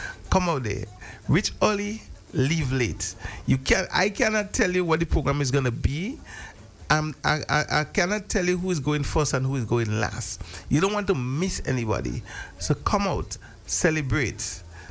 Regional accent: Grenada; when I'm traveling and I say I'm from Grenada

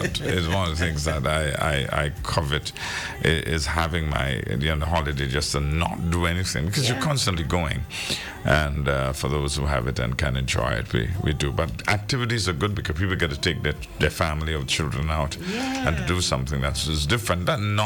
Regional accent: Saint Mark, Grenada; That's where I spent a lot of my summers as a young man growing up in St. Mark.

